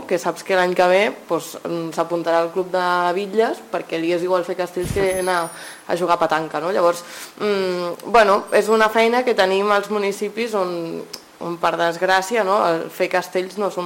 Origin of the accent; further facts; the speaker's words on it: Vila-seca, Catalonia, Spain; Jo en aquest cas soc de Vilaseca, un municipi molt turístic també